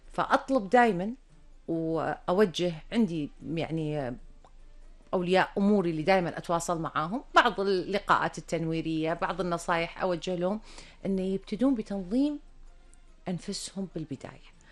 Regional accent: Kuwait; ما شاء الله الحضانات عندنا في الكويت تعتبر على معايير ممتازة

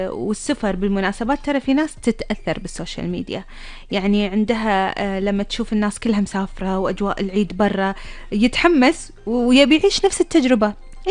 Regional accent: Kuwait; لما صار عندنا بالكويت خليج 26

